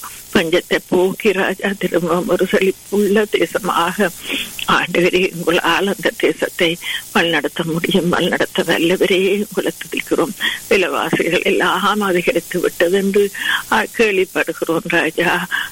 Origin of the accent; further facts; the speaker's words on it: Sri Lanka; moved away; நாங்க பிறந்து வளர்ந்த தேசத்துக்காக அந்த இலங்கை தீவுக்காக